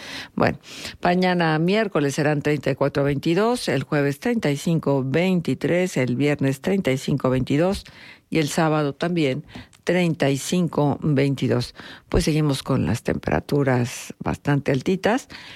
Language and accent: Spanish; Mexico; somos mexicanos porque de manera fortuita nacimos aquí y pues bueno, ya está. Vivimos aquí, nos hacemos la vida aquí.